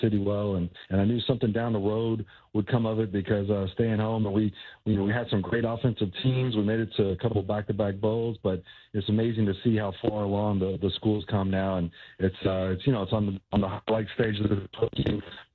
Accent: Louisville, Kentucky, United States; Well, actually, I'm from Louisville, Kentucky, and so my dad, my grandfather, both played football at Louisville.

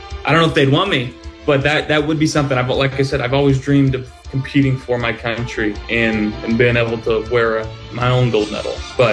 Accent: California, United States; I'm from California. It's in L.A. You know, I live here now.

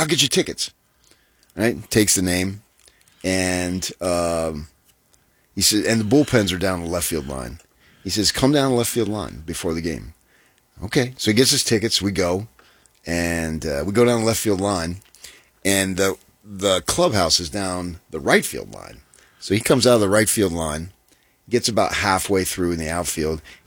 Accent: Salt Lake City, Utah, United States; And we were from Salt Lake.

